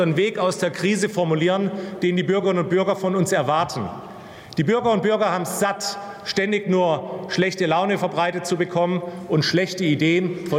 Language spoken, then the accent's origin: German; Baden-Württemberg, Germany; ich komme aus Baden-Württemberg, ich lebe dort auch noch.